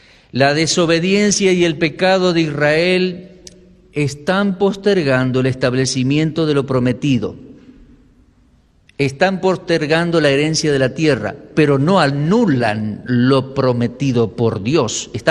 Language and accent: Spanish; Argentina; nosotros como argentinos